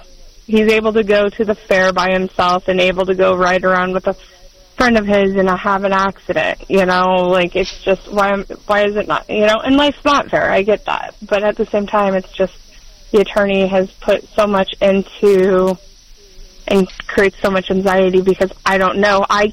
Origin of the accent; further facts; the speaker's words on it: Hastings, Nebraska, United States; But I'm from Hastings and Nebraska.